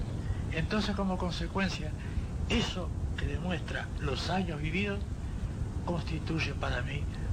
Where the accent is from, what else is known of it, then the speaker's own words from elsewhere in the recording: Melo, Cerro Largo, Uruguay; born there; moved away as an adult; also born or lived in Paysandú; now in Rocha, Uruguay; De Melo, de donde soy oriundo, fui a Paysandú, una maravillosa ciudad. De Paysandú volví a Melo.